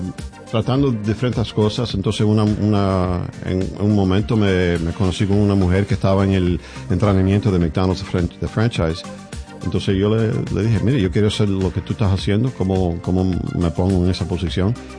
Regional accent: Cuba; now in United States; yo soy cubano, que soy hispano.

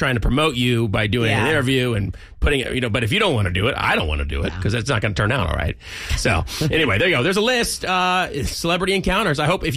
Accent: Irvine, California, United States; I'm from Irvine.

